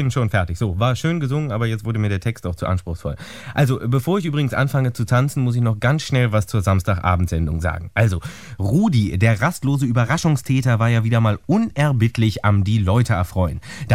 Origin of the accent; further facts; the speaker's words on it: Hannover, Lower Saxony, Germany; born there; In Hannover.